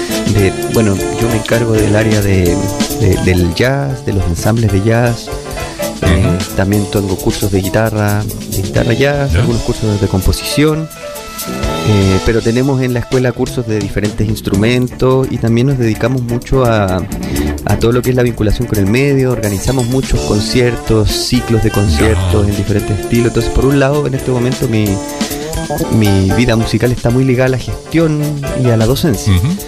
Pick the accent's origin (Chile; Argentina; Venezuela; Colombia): Chile; Concepción, Biobío; also born or lived in Santiago; Mira, la verdad es que yo nací pequeño en Santiago, pero me vine muy, muy pequeño a Concepción, entonces soy ya criado oficialmente en Concepción.